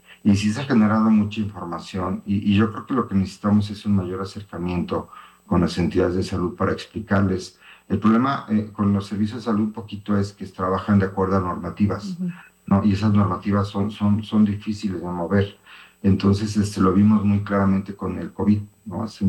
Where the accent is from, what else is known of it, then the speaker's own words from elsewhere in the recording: Xalapa, Veracruz, Mexico; los que somos de aquí de Jalapa